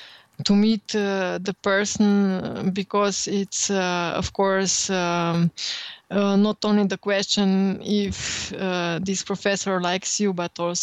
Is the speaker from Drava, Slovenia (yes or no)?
yes; Maribor, Drava, Slovenia; born there; English is a second language; Well, first, because I was born in Maribor, I attended high school there and I took lessons from piano, theoretical class and viola.